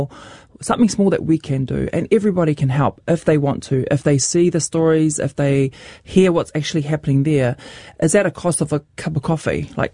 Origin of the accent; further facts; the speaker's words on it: Mangere, Auckland, New Zealand; also born or lived in Rotorua; I was born in Rotorua, but brought up in Mangere, South Auckland.